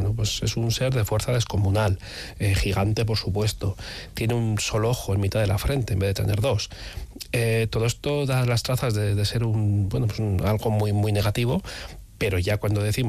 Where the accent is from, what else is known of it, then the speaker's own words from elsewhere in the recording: Basque Country, Spain; Claro, y aquí viene, ¿no?, nuestro propio carácter como pueblo vasco.